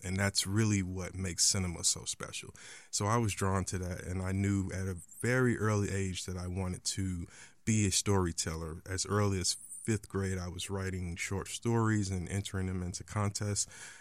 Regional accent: East St. Louis, Illinois, United States; I am a local guy. I grew up in East St. Louis, which is nearby Edwardsville.

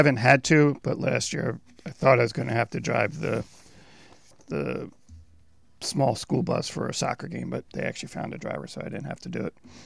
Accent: Philadelphia, Pennsylvania, United States; moved away; I'm from Philadelphia.

